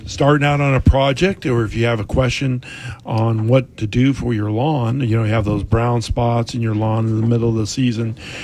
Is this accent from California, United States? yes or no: yes; California, United States; now in Jacksonville, United States; Well, no, I'm originally from California.